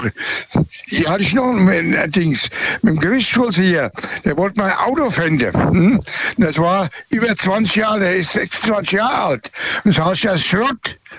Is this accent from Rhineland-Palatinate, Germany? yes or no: yes; Birlenbach, Rhineland-Palatinate, Germany; born there; Und zwar weiß ich, wo ich geboren bin, in dem Ort Birlenbach.